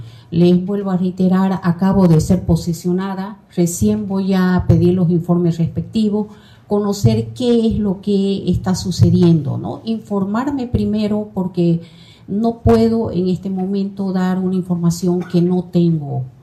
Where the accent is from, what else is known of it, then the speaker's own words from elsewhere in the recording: Santa Cruz, Bolivia; mi compromiso con mi pueblo cruceño